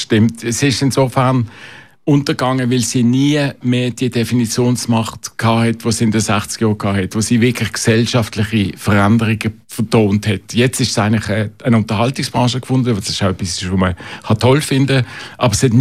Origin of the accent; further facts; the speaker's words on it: Basel, Basel-Stadt, Switzerland; German is a second language; moved away as an adult; also born or lived in Bern; now in Zurich, Switzerland; Ich bin in Bern geboren, in Basel aufgewachsen. Meine Mutter war eine fröhliche Welsche, mein Vater ein gebildeter Protestant. Und wir haben auch Französisch geredet. Ich habe Deutsch in der Schule gelernt, bin in Basel aufgewachsen